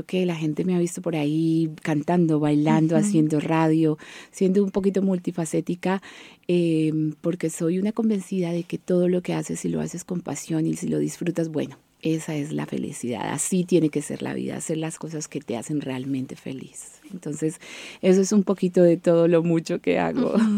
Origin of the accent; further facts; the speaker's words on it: Colombia; moved away as an adult; now in Adelaide, Australia; yo soy una colombiana que llegó a Adelaida hace 16 años. Llevo 16 años viviendo aquí con mi familia.